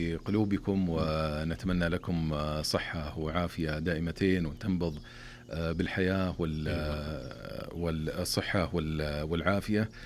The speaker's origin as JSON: {"language": "Arabic", "country": "Saudi Arabia", "said": "نحن يعني ولله الحمد يعني بالمملكة"}